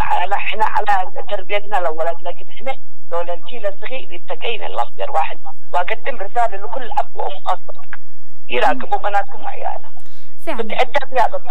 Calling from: Yemen; ونحن يمنيين.

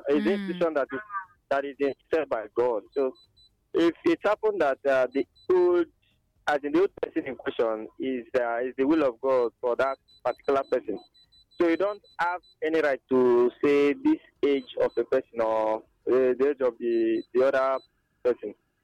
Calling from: Nine Mile, Enugu State, Nigeria; I'm calling from Nine Mile.

